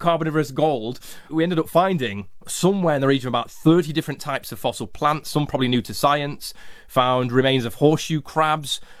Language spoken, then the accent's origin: English; Doncaster, Yorkshire and the Humber, United Kingdom; born or raised there